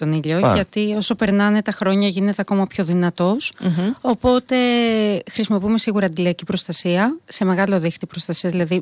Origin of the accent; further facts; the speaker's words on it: Greece; είμαι Ελληνίδα μάνα